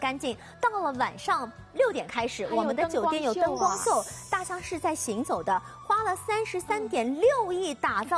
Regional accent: Shanghai, China

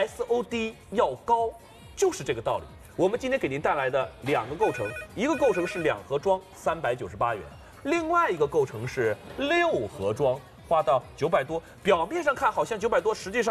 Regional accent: China; 我们中国人老祖宗养生也是这样的

